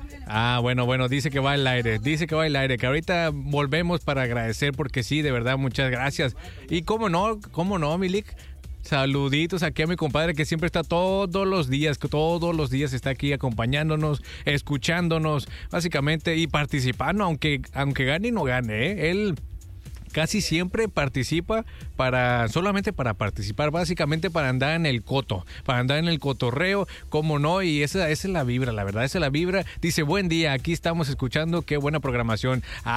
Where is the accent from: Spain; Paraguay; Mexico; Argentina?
Mexico; No, pues todos somos mexicanos, yo también soy mexicano.